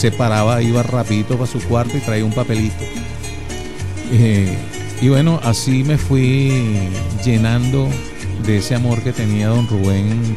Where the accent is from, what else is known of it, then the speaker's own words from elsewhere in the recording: Valencia, Carabobo, Venezuela; born there; realmente yo nací en Valencia